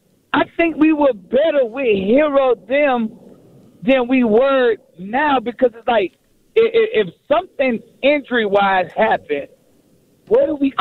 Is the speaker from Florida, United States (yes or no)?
yes; Miami, Florida, United States; now in Atlanta, United States; I'm originally from Miami. Just living in Atlanta now.